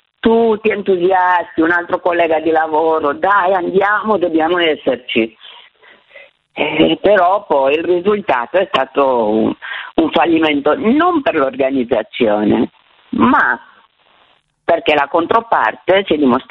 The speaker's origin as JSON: {"language": "Italian", "country": "Romania", "second_language": "Italian", "said": "io sono romena"}